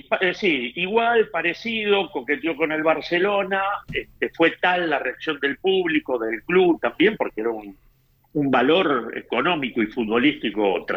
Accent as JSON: {"language": "Spanish", "country": "Argentina", "also_born_or_lived": "Madrid, Spain", "moved": "yes", "said": "yo también soy súper argentino"}